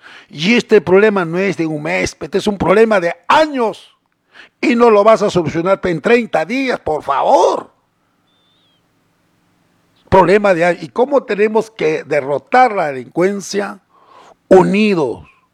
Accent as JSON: {"language": "Spanish", "area": "Jorge Basadre Province", "region": "Tacna", "country": "Peru", "tie": "born or raised there", "said": "en mi tierra, la provincia Jorge Basadre."}